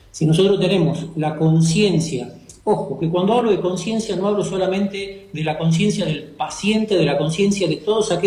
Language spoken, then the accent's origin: Spanish; Tucumán, Argentina; accent: Tucumán; Por ahí me traicionó un poquito la tonada, soy de Tucumán.